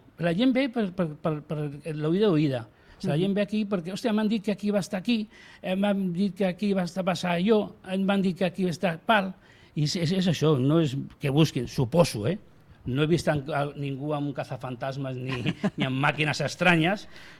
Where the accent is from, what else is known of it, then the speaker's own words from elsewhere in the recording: Barcelona, Catalonia, Spain; jo vaig néixer a l'Hospital Sant Pau